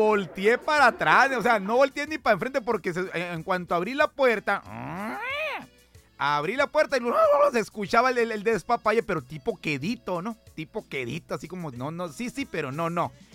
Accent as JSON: {"language": "Spanish", "region": "Sonora", "country": "Mexico", "said": "Y soy el sonorense"}